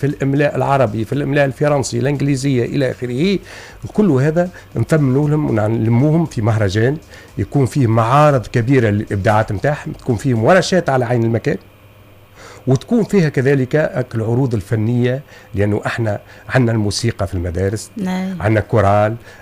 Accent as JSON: {"language": "Arabic", "country": "Tunisia", "said": "الحقيقة احنا أولاد تونس ونعرفوا للعائلات التونسية"}